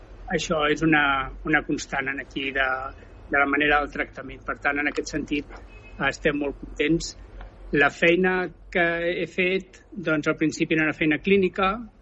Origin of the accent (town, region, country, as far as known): Sant Cugat del Vallès, Catalonia, Spain; born or raised there; also born or lived in Barcelona